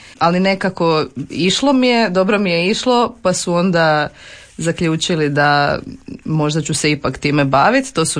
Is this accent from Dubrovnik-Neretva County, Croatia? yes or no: no; Osijek, Osijek-Baranja County, Croatia; born there; Rođena sam u Osijeku 1994. godine.